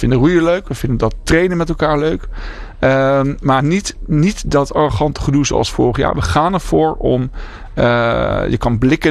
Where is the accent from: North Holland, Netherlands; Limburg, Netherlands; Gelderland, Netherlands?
North Holland, Netherlands; Heerhugowaard; moved away as an adult; also born or lived in Groningen; En ik kwam uit Heerhugowaard. Dat ligt bij Alkmaar. En ik was dus nieuw in Groningen.